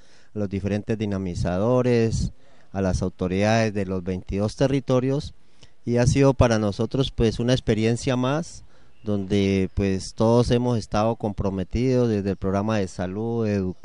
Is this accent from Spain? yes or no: no; Miranda, Cauca, Colombia; soy de la vereda Caparrosal y en este momento acompaño como autoridad Cambues en el territorio.